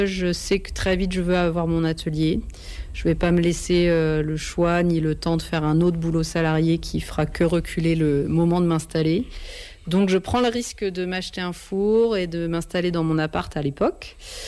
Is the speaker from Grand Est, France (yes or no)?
yes; Reims, Grand Est, France; moved away; also born or lived in Arras; je suis originaire de Reims.